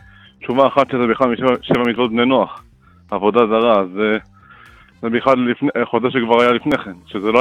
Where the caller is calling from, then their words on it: Harish, Haifa District, Israel